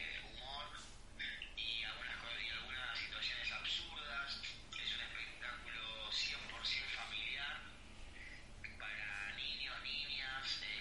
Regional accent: Rosario, Santa Fe, Argentina

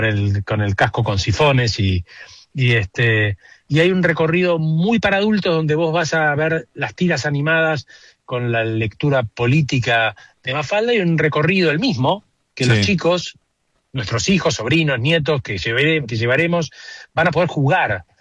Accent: Buenos Aires, Argentina; soy un ruso de Villa Crespo

